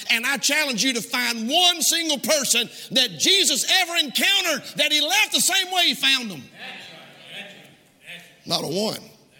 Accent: Samoa; And man, I grew up in Samoa as a kid. That was awesome.

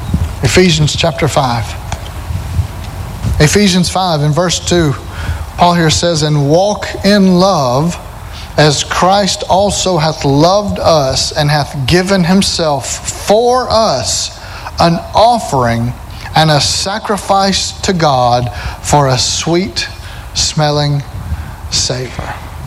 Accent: Alabama, United States; Yeah, I'm from Alabama. That's how we talk sometimes.

